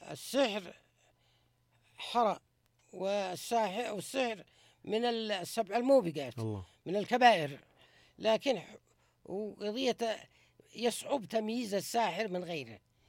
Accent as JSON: {"language": "Arabic", "country": "Yemen", "said": "إحنا كم في اليمن؟ إحنا 40 مليون"}